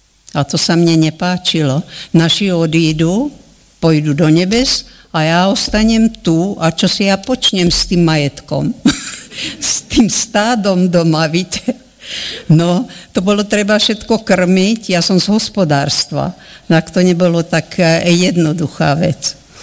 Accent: Moťová, Banská Bystrica Region, Slovakia; now in Zvolen, Slovakia; Títo štyria proste prví uverili v Moťovej, kde som sa ja narodila. To je tu proste ako, už sme z Volenčania dlhší čas, no ale vtedy sme boli Moťovania. A Moťovská dedina tá bola celá evangelická.

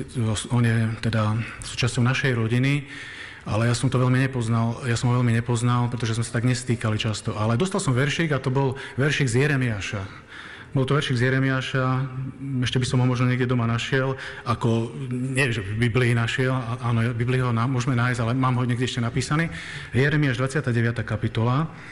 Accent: Spišská Nová Ves, Košice Region, Slovakia; born there; narodil som sa v Spiskej Novej Vsi, narodil som sa v rodine, kde nás vychovávali naozaj dobre

